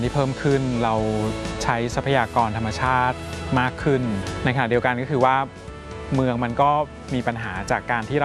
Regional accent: Bangkok, Thailand; เราเองก็เติบโตในเมืองในกรุงเทพที่มันมีปัญหาอยู่เยอะเจอน้ำท่วมเดินลุยน้ำรถติดไปเรียน

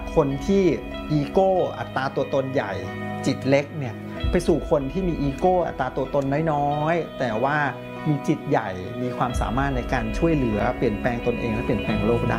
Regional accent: Bangkok, Thailand; เป็นเด็กกรุงเทพครับเกิดและโตที่กรุงเทพที่บ้านให้ความสำคัญกับการเรียนรู้มาก

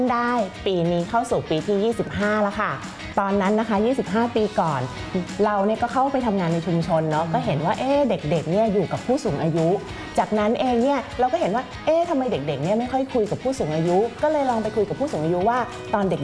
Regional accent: Bangkok, Thailand; เองนะคะเกิดและเติบโตในกรุงเทพเนาะบ้านก็เป็นบ้านตึกแถวเราก็ชอบเล่นมากๆเลย

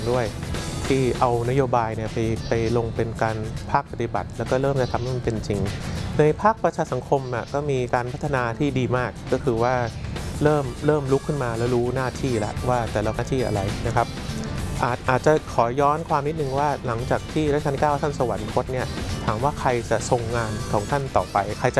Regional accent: Bangkok, Thailand

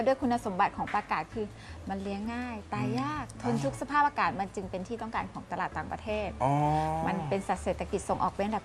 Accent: Nakhon Pathom, Thailand; ไม่มีงานทำแล้วก็เราก็มาเริ่มต้นที่บ้านเกิดที่จังหวัดนครปฐมที่เนี่ยค่ะ

